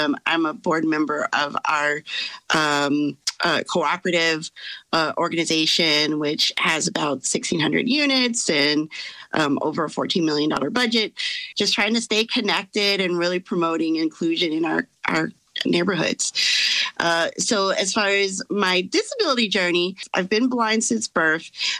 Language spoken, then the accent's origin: English; Arkansas, United States; moved away as an adult; now in Maryland, United States; I, like many folks who live in DC, I came here from Arkansas. So I'm an Arkansan, born and raised. So I've been living in the DC area for almost 20 years now.